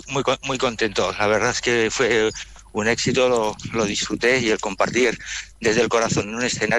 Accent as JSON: {"language": "Spanish", "town": "Logroño", "region": "La Rioja", "country": "Spain", "said": "en mi tierra, en Logroño"}